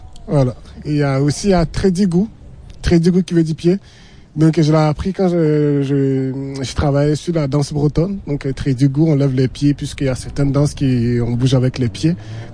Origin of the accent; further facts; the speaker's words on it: Grand-Bassam, Comoé, Côte d’Ivoire; French is a second language; also born or lived in Bonoua; Je suis né à Beaunois. Donc à Beaunois, on parle une langue qui s'appelle Abouré, que je parle très bien, je comprends très bien. Après, j'ai grandi à Grand Bassam, donc je parle aussi le Djoula.